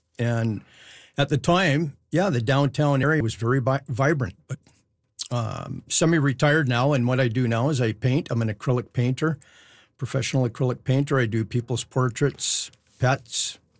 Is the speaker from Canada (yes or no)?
yes; Vancouver, British Columbia, Canada; moved away as an adult; now in Kamloops, Canada; I came to Kamloops in 1994. I was born and raised in Vancouver, grew up down there, and then in 1994 I came up.